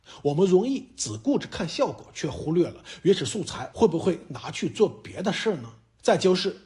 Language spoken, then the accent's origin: Cantonese; Hong Kong; 始终我哋作为一个土生土长嘅香港人，我哋都要善用自己优势